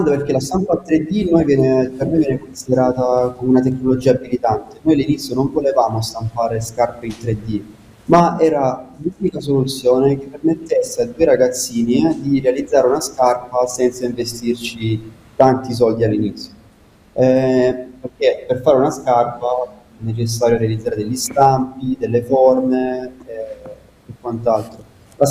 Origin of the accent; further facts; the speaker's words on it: Casarano, Apulia, Italy; nonostante sia io che Marco siamo nati e cresciuti a Caserano